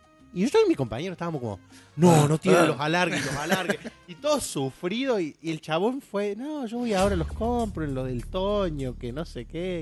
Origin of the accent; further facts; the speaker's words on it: Buenos Aires, Argentina; moved away; como somos tan porteños